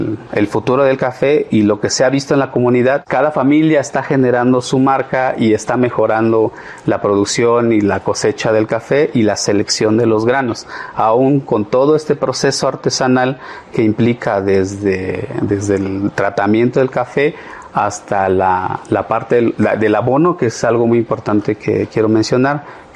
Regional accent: Tanetze de Zaragoza, Oaxaca, Mexico

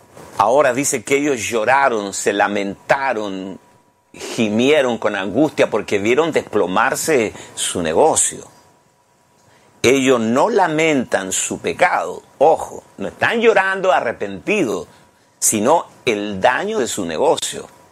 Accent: Chile; soy de Chile.

